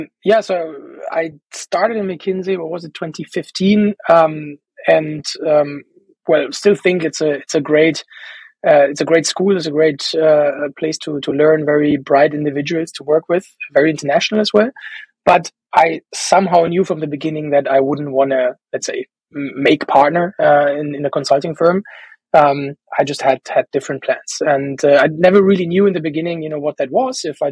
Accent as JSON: {"language": "English", "country": "Germany", "also_born_or_lived": "San Francisco", "said": "They would send me at least 2 years back to my home country to bring the American culture back to Germany."}